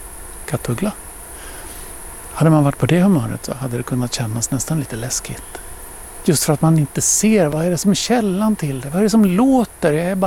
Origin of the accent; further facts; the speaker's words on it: Sweden; Det är i alla fall så man kallar det här i mina hemtrakter.